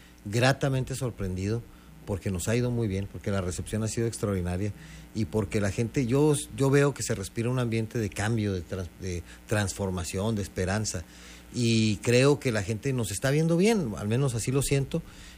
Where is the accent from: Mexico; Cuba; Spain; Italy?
Mexico; Ciudad Juárez, Chihuahua; en Juárez, pues es mi tierra